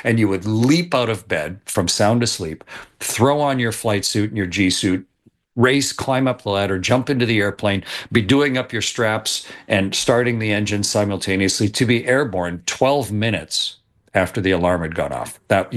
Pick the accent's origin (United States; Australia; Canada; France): Canada; I worked as a Canadian, but within the NASA Astronaut Corps for 21 years.